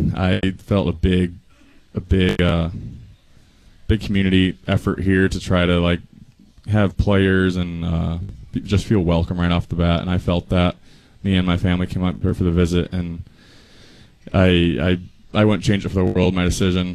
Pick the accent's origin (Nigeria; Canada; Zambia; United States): United States; Eagle, Wisconsin; also born or lived in Illinois; And I was born in Illinois and then moved up to Wisconsin at 2 years old, so I spent majority of my life in Wisconsin